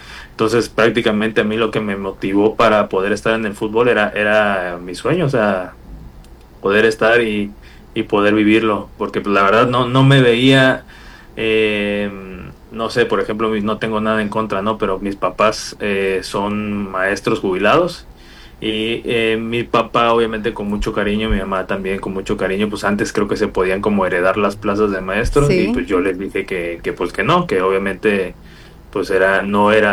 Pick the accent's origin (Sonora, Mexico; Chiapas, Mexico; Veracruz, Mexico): Veracruz, Mexico; San Juan Evangelista; estaba de vacaciones en mi casa en San Juan Evangelista, bueno, casa de mis papás en San Juan Evangelista, mi pueblito.